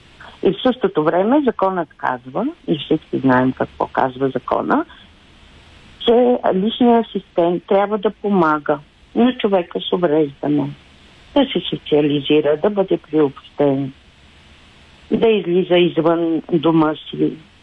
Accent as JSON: {"language": "Bulgarian", "town": "Gabrovo", "region": "Gabrovo Province", "country": "Bulgaria", "said": "Да, аз съм от Габрово."}